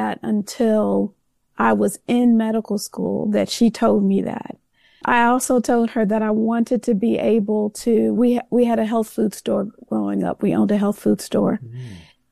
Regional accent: Gary, Indiana, United States; born or raised there

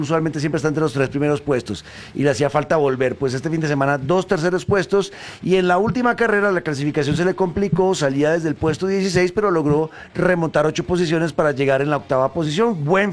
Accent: Colombia; Si hay algo que uno le puede aprender a David Alonso como colombianos nosotros

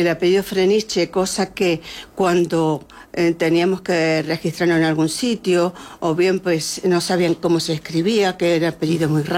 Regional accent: Melilla, Spain; moved away as an adult; also born or lived in Bilbao; Pues nosotros somos hijos de Melilla, nos casamos y nos fuimos a Bilbao

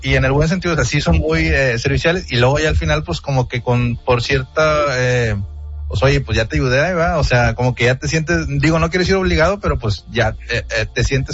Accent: Monterrey, Nuevo León, Mexico; Yo soy de Monterrey

